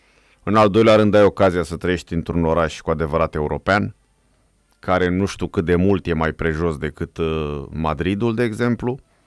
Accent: Romania

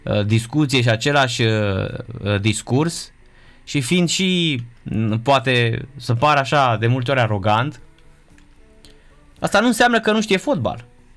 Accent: Romania

